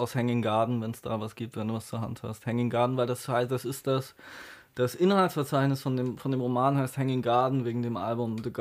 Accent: East Germany, Germany; ich bin ja auch Ostdeutscher zum Beispiel, das heißt, eine deutsche Diktatur, die DDR, dann die andere deutsche Diktatur, der Nationalsozialismus

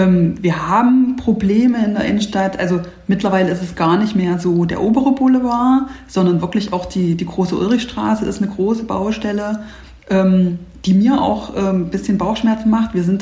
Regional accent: Halle, Saxony-Anhalt, Germany; Also was man auch so als Hallenser eigentlich gar nicht so mitbekommt.

